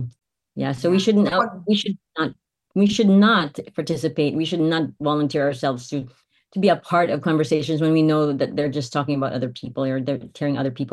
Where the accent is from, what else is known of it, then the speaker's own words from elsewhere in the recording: Iloilo, Western Visayas, Philippines; I'm from a very loud family. Like I'm from Iloilo and my mom's side, they're all very loud.